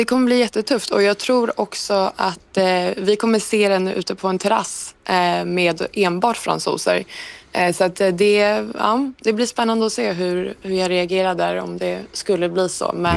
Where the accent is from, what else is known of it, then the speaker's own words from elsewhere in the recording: Sweden; now in Paris, France; som svensk